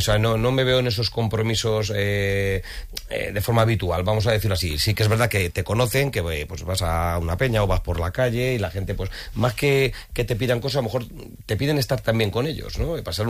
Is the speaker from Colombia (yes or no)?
no; Romancos, Castilla-La Mancha, Spain; que haber sido el alcalde de mi pueblo, que es Romancos, y del cual pues me siento muy, muy orgulloso